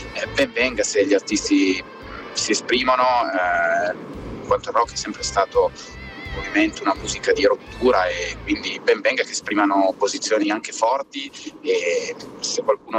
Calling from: Turin, Piedmont, Italy; da Torino.

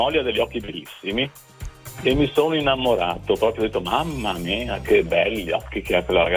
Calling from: Lonato del Garda, Lombardy, Italy; Da Lenzano del Garda.

